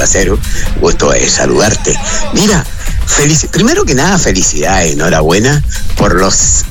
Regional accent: Tomé, Biobío, Chile; yo soy tomecino, nacido y criado en Tomé

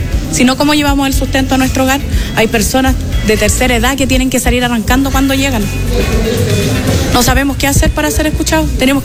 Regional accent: Curicó, Maule, Chile; En total somos 25 personas el grupo de nosotros, 25 personas. Las 25 personas somos de Curicó, la mitad es de la población.

